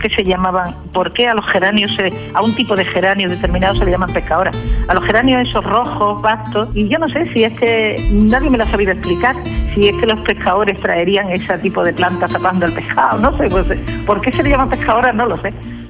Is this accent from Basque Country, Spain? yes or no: no; Almáchar, Andalusia, Spain; born or raised there; moved away